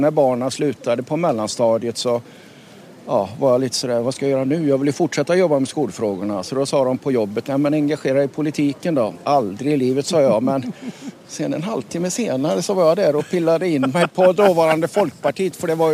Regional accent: Lidköping, Västra Götaland County, Sweden; Jag är från Lidköping.

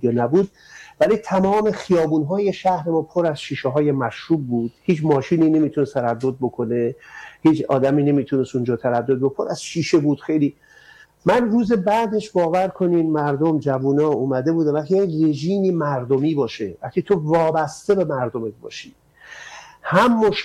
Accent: Amol, Mazandaran, Iran; born there; من مال آمولم توی مازندران

